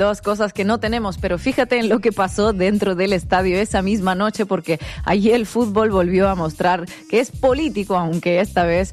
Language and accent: Spanish; Mexico